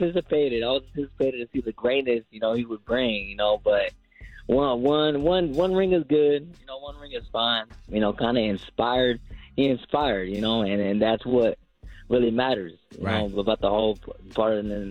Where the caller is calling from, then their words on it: Palmdale, California, United States; Oh, man, I'm calling from Palmdale.